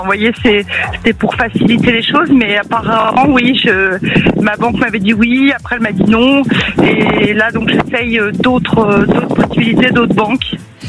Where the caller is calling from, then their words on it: Toulouse, Occitanie, France; je suis sur Toulouse également.